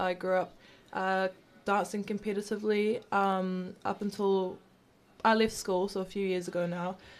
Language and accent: English; Porirua, Wellington, New Zealand; So I am Porirua born and bred. My family was born into the Bay and I've moved around a bit since then.